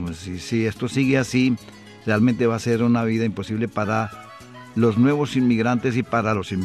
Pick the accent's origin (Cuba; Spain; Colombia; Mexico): Colombia; Boyacá; now in Boston, United States; Soy boyacense.